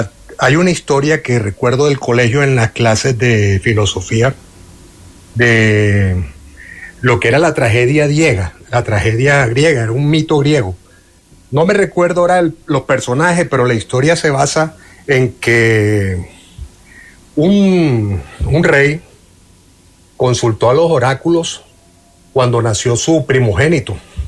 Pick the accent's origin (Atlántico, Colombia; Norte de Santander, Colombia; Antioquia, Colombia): Atlántico, Colombia; Barranquilla; now in Canada; Yo tenía 10, 11 años. En Barranquilla, yo soy de Barranquilla, vivo en Canadá